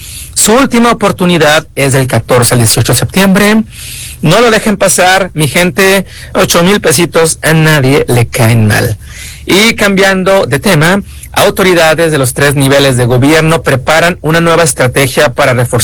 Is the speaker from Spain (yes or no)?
no; Mexico